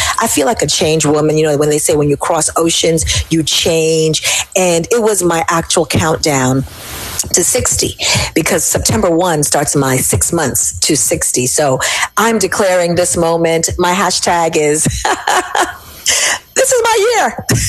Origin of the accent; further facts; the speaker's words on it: Jamaica; So I was like, I'm a Jamaican citizen. Like, I'm an American citizen, dual citizenship. But I said, I'm from Jamaica.